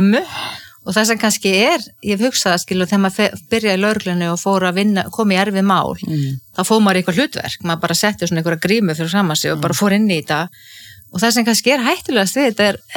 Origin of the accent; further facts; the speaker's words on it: Ísafjörður, Westfjords, Iceland; já, ég óttaðist sjóin sem kannski líka tengist því að ég alveg upp á Ísafirði þar sem voru tíu sjóslis og menn drukknuðu